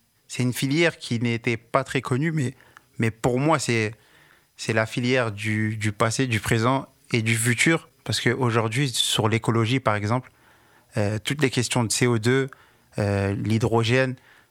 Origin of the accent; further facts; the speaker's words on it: Compiègne, Hauts-de-France, France; moved away as an adult; also born or lived in Paris; Je suis originaire de Compiègne.